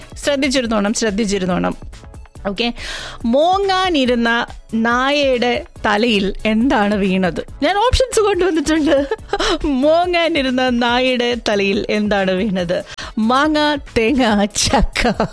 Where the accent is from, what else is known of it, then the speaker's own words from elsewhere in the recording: Kerala, India; മലയാളിയുടെ ആയതുകൊണ്ട് തന്നെ നമ്മുടെ മലയാളം പഴഞ്ചൊല്ലുകളൊക്കെ നമ്മൾ ഇഷ്ടം പോലെ കേട്ടാണ് വളർന്നത് അല്ലെ.